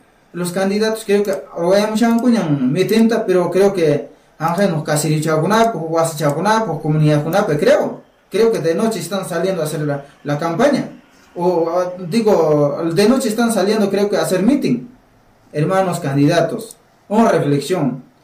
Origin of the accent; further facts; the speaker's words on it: Challhuahuacho, Apurímac, Peru; somos de acá de Chalhuacho, de acá a nivel distrito de la provincia de Cotabambas.